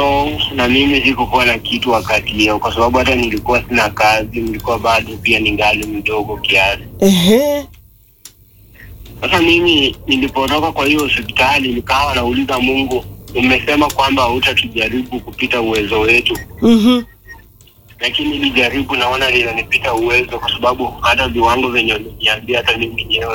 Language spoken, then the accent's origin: Swahili; Likuyani, Kakamega County, Kenya; mimi natoka Likuyani.